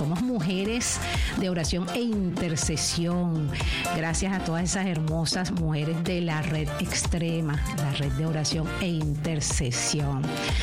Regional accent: Barquisimeto, Lara, Venezuela; el hermoso estado Lara, Barquisimeto, mi tierra natal.

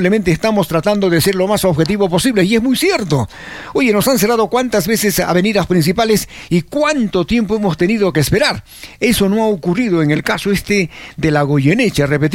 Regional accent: Arequipa, Peru

